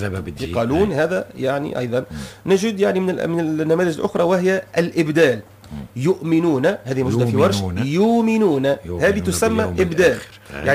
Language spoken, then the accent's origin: Arabic; Tunisia; عندنا في تونس